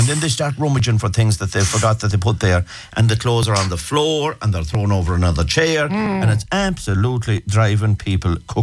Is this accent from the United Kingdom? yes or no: no; Ireland